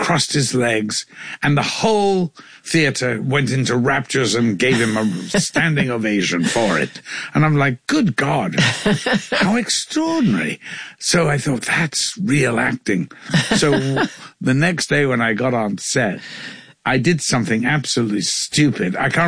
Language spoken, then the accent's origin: English; Liverpool, North West England, United Kingdom; No, I did not train at all. But I did, because I'm from Liverpool.